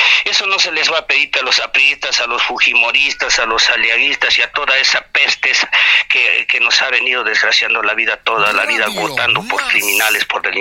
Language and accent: Spanish; Arequipa, Peru; born there; usted y yo hemos nacido aquí en Arequipa